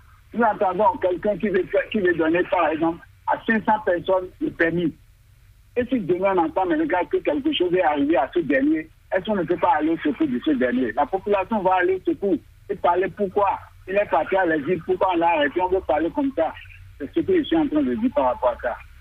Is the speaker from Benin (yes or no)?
yes; Benin; Nous sommes ensemble, nous sommes tous des Béninois et on va rester ensemble pour pouvoir travailler.